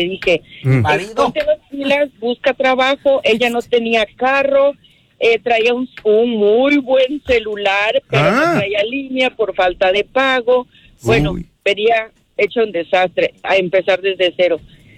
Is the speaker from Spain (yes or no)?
no; Mexico; now in United States; Yo soy de México.